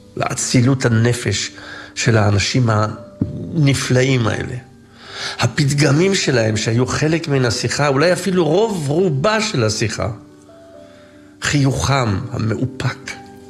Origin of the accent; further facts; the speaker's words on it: Jerusalem, Jerusalem District, Israel; אני זוכר סוכות בירושלים, בשכונה שבה נולדתי. היינו ממהרים מן ההבדלה של מוצאי יום הכיפורים לביתנו אשר בבית הכרם.